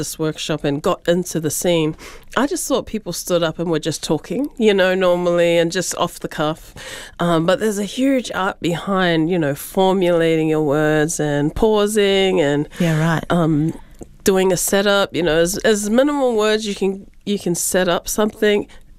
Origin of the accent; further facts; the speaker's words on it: Auckland, New Zealand; we're all women, we're all Pacific, we're all from South Auckland